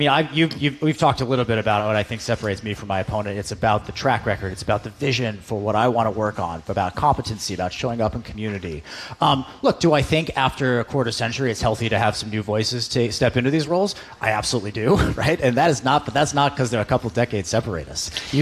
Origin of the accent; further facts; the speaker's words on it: Stamford, Connecticut, United States; moved away as an adult; also born or lived in New Canaan, Connecticut; now in Massachusetts, United States; Stamford, Connecticut is where I went to elementary school.